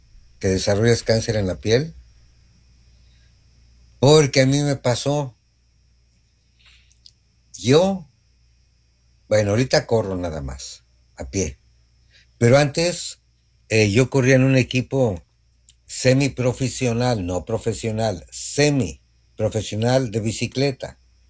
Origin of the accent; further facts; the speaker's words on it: Mexico; yo soy el típico mexicano, que dejo todo para mañana.